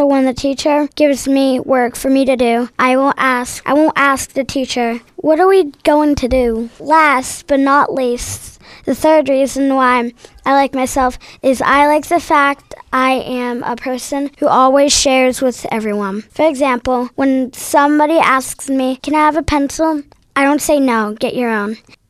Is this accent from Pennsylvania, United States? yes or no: yes; Pittsburgh, Pennsylvania, United States; I'm from Pittsburgh, Allegheny, K-5.